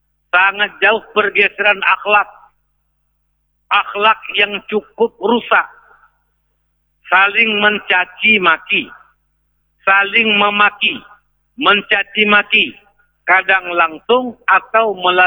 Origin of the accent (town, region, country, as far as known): Aceh, Indonesia